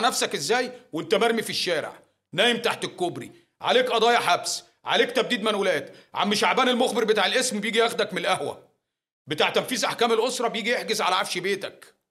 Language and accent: Arabic; Egypt